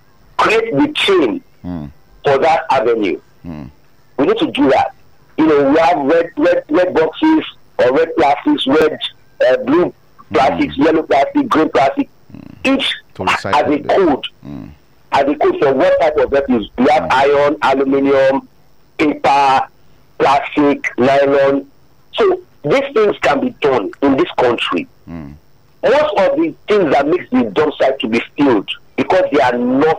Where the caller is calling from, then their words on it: Lagos, Nigeria; I'm calling from Abulegba.